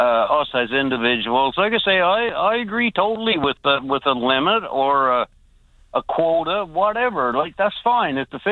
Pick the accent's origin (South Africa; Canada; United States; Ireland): Canada; Newfoundland and Labrador; Yeah, I'm also from the South Coast here in Newfoundland.